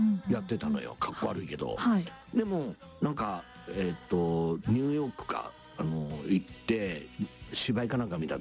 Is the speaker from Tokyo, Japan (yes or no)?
no; Takamatsu, Kagawa, Japan; moved away; 俺帰ったら、はい、まあもう今は母ちゃんが死んじゃって、帰る家もないので高松入ることはもうなくなっちゃった